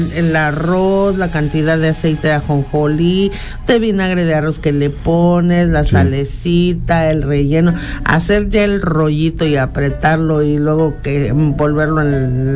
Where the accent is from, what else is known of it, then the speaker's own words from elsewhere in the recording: Mexico; como los mexicanos hacemos lo que queremos con la gastronomía mundial.